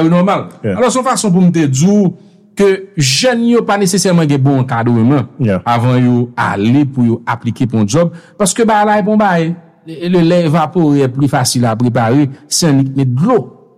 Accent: Brazil; Non, si je parle français, je parle créole, je suis brésilien.

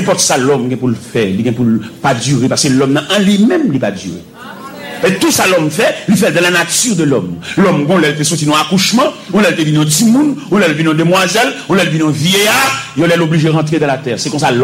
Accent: Montreal, Quebec, Canada; Je suis de Montréal, je vais rentrer à Haïti, et puis je suis à Paris.

